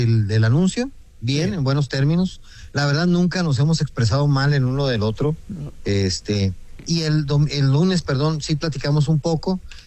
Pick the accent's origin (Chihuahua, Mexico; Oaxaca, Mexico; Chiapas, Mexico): Chihuahua, Mexico; Ciudad Juárez; born there; yo nací en Ciudad Juárez hace 57 años.